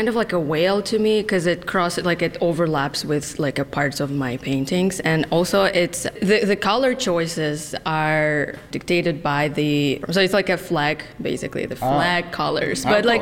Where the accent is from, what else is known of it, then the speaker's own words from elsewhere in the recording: Uzbekistan; my most recent trip to my home country, Uzbekistan.